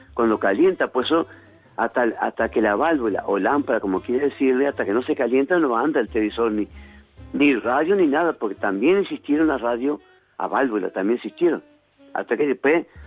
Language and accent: Spanish; Vitoria-Gasteiz, Basque Country, Spain; Creo que soy el primero … el vitoriense.